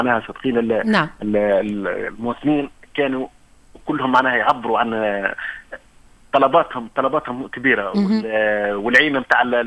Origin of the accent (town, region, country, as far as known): Tunisia